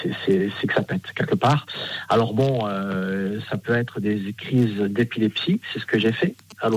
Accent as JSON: {"language": "French", "town": "Marseille", "region": "Provence-Alpes-Côte d'Azur", "country": "France", "tie": "born or raised there", "said": "Je suis de Marseille."}